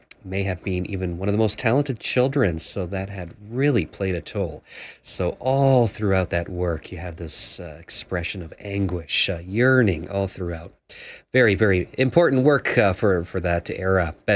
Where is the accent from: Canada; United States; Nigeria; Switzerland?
Canada; moved away; I took French, you know, growing up in Canada, but being in Vienna washed away a lot of my French